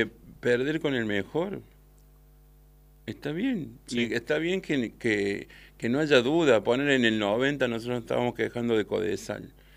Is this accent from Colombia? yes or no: no; Argentina; porque es que somos argentinos todos.